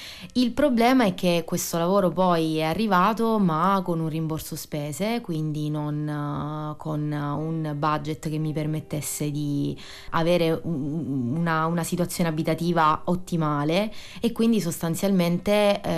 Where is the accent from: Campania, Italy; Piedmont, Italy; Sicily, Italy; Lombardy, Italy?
Sicily, Italy; Taormina; moved away as an adult; also born or lived in Catania, Italy; now in Rome, Italy; ho 35 anni, sono siciliana, sono nata a Taormina e ho vissuto tanti anni a Catania dove ho fatto l'università e sono arrivata a Roma nel 2019, gennaio 2019.